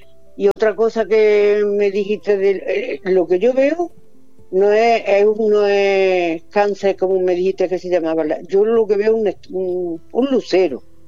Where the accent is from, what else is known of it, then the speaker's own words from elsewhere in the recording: Córdoba, Andalusia, Spain; now in Granada, Spain; Soy cordobesa.